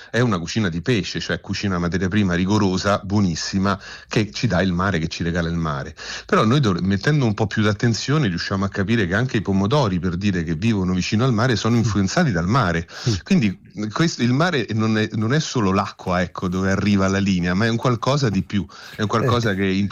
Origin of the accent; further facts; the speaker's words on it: Fiumicino, Lazio, Italy; moved away; Io sono di Fiumicino, poi sono andato via, poi sono ritornato a Fiumicino